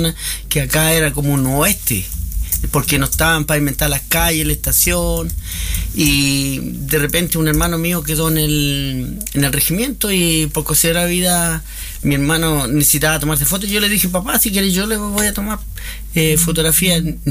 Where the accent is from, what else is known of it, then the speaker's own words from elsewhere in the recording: Lota, Biobío, Chile; born there; moved away; Yo, como le dije, nací en Lota, en Espaillón 56, casa 270